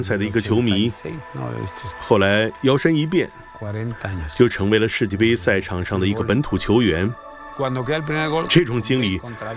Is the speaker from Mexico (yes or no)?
yes; Mexico City, Mexico; 我年少时就和伙伴们在街上踢球。我在墨西哥城度过了欢乐的童年。